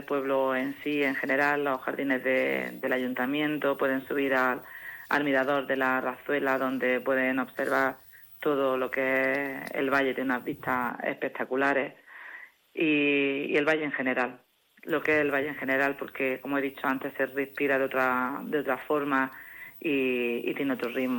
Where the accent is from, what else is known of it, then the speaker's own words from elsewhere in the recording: Nigüelas, Andalusia, Spain; Sí, soy de Nigüelas.